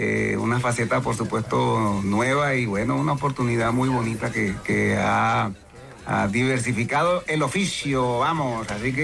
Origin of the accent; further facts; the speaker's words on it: Maicao, La Guajira, Colombia; En pleno funeral de mi papá, en mi pueblo Maicao.